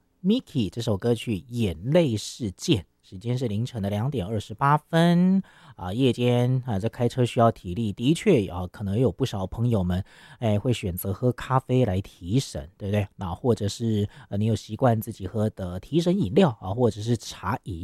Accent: Taiwan; 此外呢，其实我们台湾人好像蛮喜欢喝热茶的，对不对？

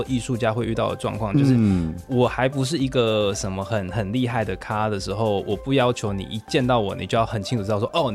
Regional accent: Taiwan; 我是台湾的，我是以前是实践大学服装设计系毕业的

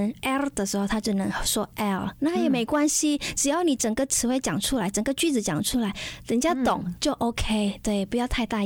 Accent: Indonesia; Chinese is a second language; now in Taiwan; 对我们外国人来说这也很难

